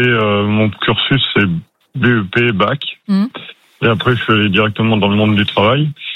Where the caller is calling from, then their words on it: Escoutoux, Auvergne-Rhône-Alpes, France; j'appelle une petite commune à côté de Thiers qui s'appelle Escoutou.